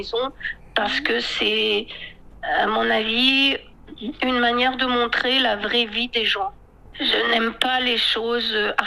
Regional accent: France; moved away as an adult; now in Yunnan, China

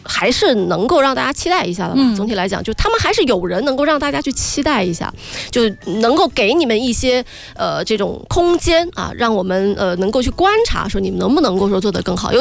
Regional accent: China

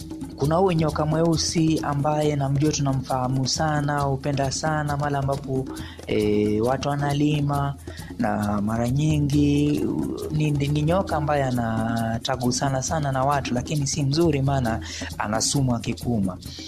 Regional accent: Vihiga County, Kenya; Swahili is a second language; kutokea magharibi ya Kenya ambako nakozaliwa, jimbo la Vihiga.

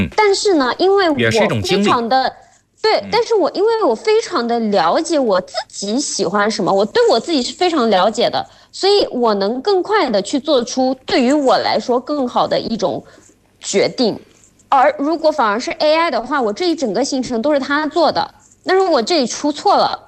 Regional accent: Mexico; Chinese is a second language; 我是来自墨西哥的

